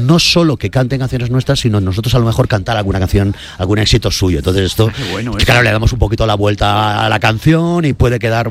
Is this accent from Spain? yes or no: yes; Benetússer, Valencian Community, Spain; Chaplin, en Benetúser, mi pueblo. Aquí doy un saludo a todos mis paisanos que tuvimos la mala fortuna de que nos pasó la dana y que nos arrasó.